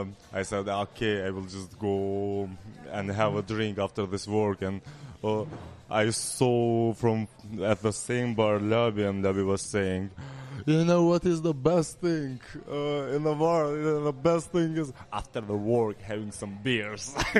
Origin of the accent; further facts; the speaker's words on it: Prizren, Prizren District, Kosovo; In Pristina, they say, I mean, I'm from Prizren, we don't say it, but in Pristina, they say they were Klinca.